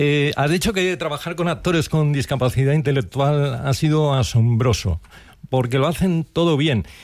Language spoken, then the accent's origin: Spanish; Asturias, Spain; Yo soy más de Asturias, lo que pasa es que como estoy en la frontera, pues me cruza Cantabria, claro.